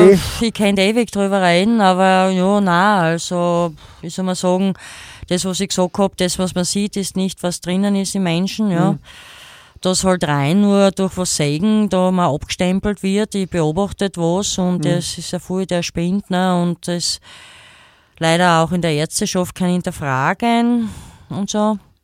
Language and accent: German; Carinthia, Austria; born there; Ja, ich bin ja gebürtiger Kärntner, ich bin ja kein Grazer.